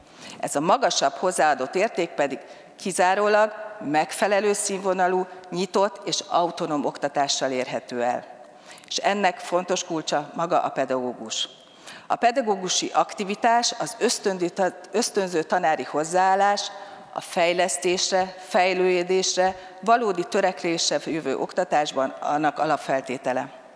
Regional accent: Hungary; Hiszem, hogy valódi értékteremtéssel, erős pozícióval, büszke magyarként állhatunk emelt fővel a világban.

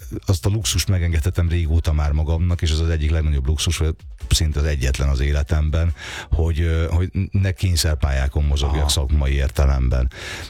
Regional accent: Budapest, Hungary; én a Városmajor környékén nőttem föl, ott voltam 10 éves kisfiú is

